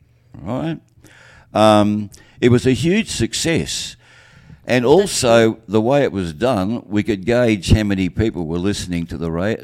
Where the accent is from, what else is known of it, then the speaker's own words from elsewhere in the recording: Sydney, New South Wales, Australia; I grew up in Sydney